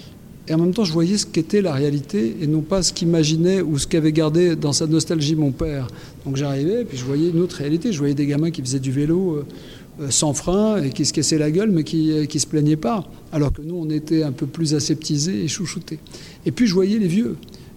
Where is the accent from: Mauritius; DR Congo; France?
France; born there; c'est-à-dire que je viens d'une famille grec du centre du pays avec des parents immigrés qui ont fait que je suis né en France.